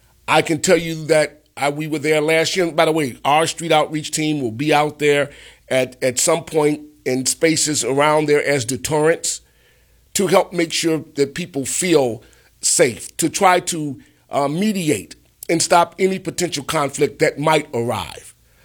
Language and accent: English; Chicago, Illinois, United States; I remember growing up in Chicago